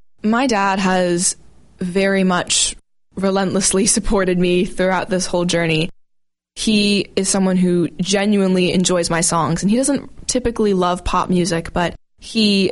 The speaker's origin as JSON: {"language": "English", "town": "Wellesley", "region": "Massachusetts", "country": "United States", "tie": "born or raised there", "said": "I grew up in Wellesley, Massachusetts."}